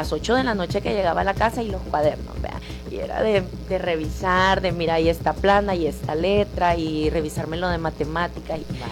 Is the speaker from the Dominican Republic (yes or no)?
no; Sonsonate, El Salvador; born there; nosotros somos de Sonsonate, pero mi mami trabajaba en San Salvador